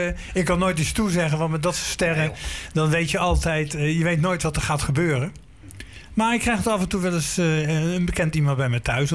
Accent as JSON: {"language": "Dutch", "country": "Netherlands", "said": "ik kom uit Nederland"}